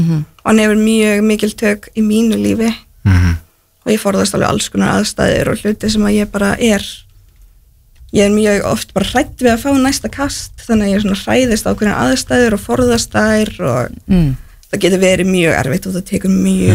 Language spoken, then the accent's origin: Icelandic; Njarðvík, Southern Peninsula, Iceland; Þegar ég var yngri og bjó, ég sett fættu upp í Njarvík og ég bjó þar